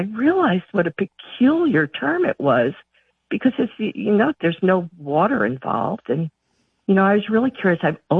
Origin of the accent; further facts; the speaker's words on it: New York City, New York, United States; moved away as an adult; also born or lived in Philadelphia; now in Hunterdon County, New Jersey, United States; I grew up in an area of Brooklyn called Bay Ridge, mm-hmm. and it's along New York Harbor.